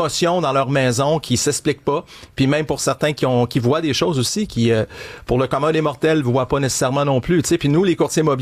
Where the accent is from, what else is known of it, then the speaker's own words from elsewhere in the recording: Rimouski, Quebec, Canada; born there; moved away; Tu sais, je suis un gars des régions, moi, je viens de Rimouski